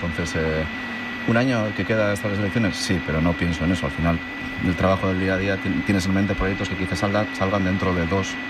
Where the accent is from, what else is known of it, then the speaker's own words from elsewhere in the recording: Galdakao, Basque Country, Spain; Yo nací en Galdakao, tengo 39 años